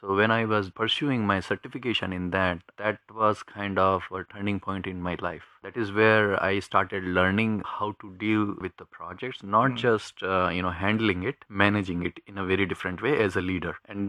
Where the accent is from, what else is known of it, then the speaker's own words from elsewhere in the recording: Udaipur, Rajasthan, India; moved away as an adult; also born or lived in Mumbai / Pune; now in United States; I grew up in Udaipur and studied there, and then later for the job reason I had to move from Udaipur to different places